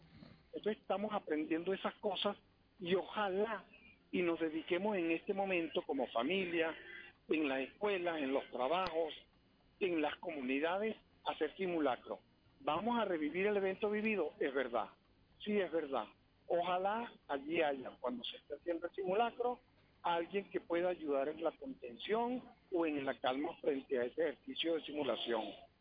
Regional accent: Venezuela; De los cuales 108 somos psicólogos venezolanos desplegados a lo largo del país

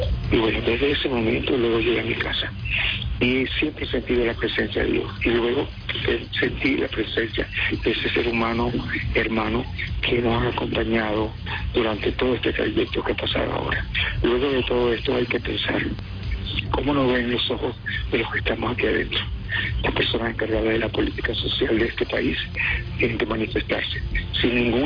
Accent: Venezuela; Desde niño me he dado cuenta que nosotros los venezolanos podemos compartir.

